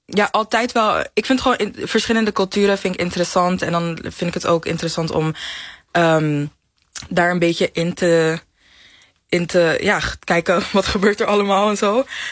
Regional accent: Netherlands; wij als Nederlanders eigenlijk ook moeten integreren naar een nieuwe wereld.

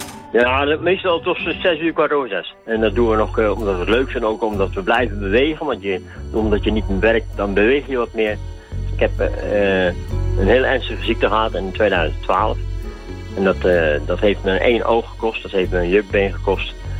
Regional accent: Dordrecht, South Holland, Netherlands; uit Dordrecht. Ik ben 68 jaar.

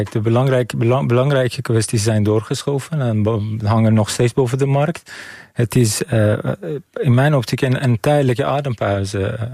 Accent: Iran; now in Netherlands; Dat is iets wat mij persoonlijk als Iraniër zorgen baart.

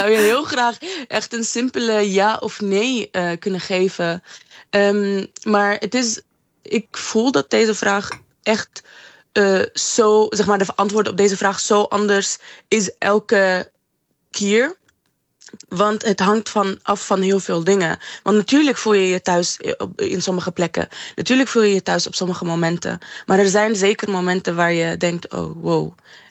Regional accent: Syria; mijn thuisland was in 2024. En daar toen kon ik natuurlijk niet naar Syrië.

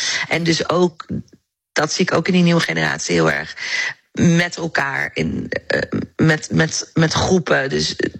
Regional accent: Netherlands; Want ik dacht, ik kom toch gewoon uit Nederland. Maar opa en oma kwamen dan ergens anders vandaan.

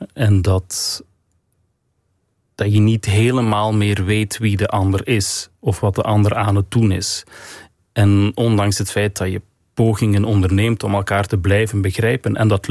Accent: Waregem, Flanders, Belgium; moved away; En dan dacht ik van oké, we zijn weg uit Waregem. Het is oké. Het leven is begonnen.

